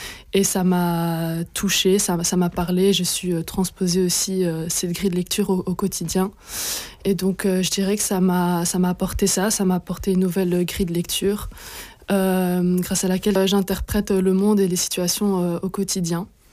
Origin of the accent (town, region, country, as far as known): Belgium; born there